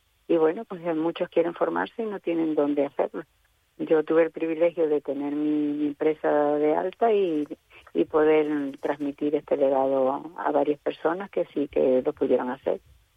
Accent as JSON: {"language": "Spanish", "region": "Canary Islands", "country": "Spain"}